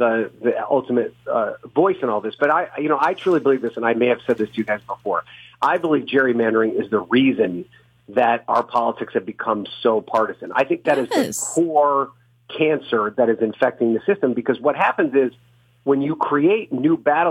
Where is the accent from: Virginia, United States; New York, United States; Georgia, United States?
New York, United States; my home state, New York